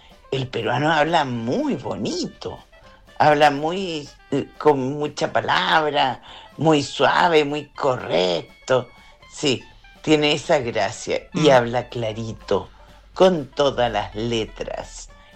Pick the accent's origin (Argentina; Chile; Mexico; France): Chile; Acá en Chile, antes, porque ahora ya no, antes éramos más caucásicos.